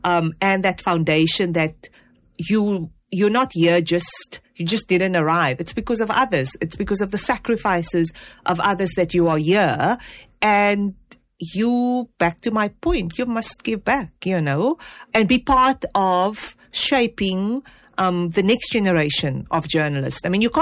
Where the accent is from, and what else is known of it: South Africa